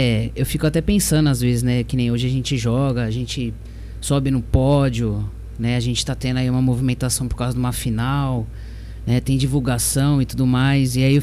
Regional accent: São Paulo, Brazil; born there; now in Monte Alto, Brazil; Não, minha família é de São Paulo. Sua família, na verdade, São Paulo. Eu nasci em São Paulo, mas a minha família reside aqui, né, atualmente.

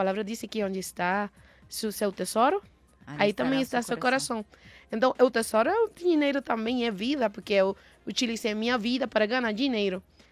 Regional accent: Puerto Rico; Portuguese is a second language; moved away; sou porto-riquenha

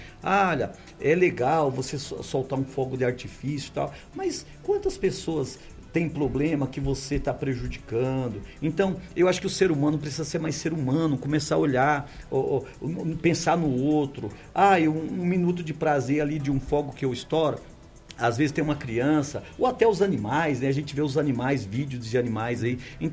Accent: Brazil; eu sou brasileiro

